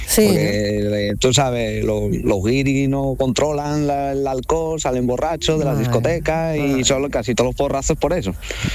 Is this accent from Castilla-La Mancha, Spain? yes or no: no; Valladolid, Castile and León, Spain; porque como yo soy de Valladolid, pues dicen de Madrid, dicen de por ahí por la zona